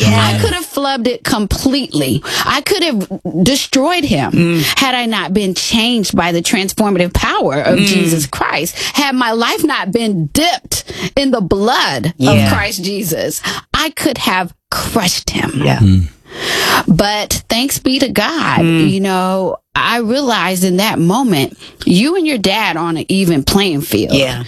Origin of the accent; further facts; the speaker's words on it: Texas, United States; So I fly 800 miles to Texas. That's my hometown.